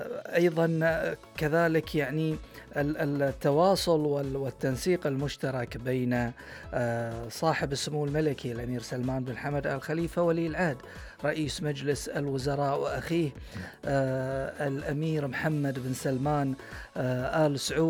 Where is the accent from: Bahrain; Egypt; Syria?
Bahrain